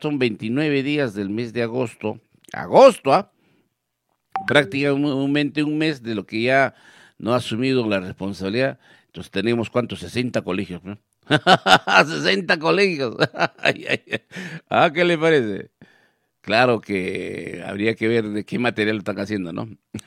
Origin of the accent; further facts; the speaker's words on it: Peru; Pobre de mi pueblo peruano.